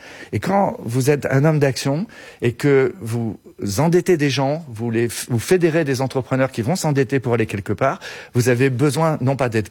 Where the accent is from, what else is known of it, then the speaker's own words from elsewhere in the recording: Brittany, France; je suis breton.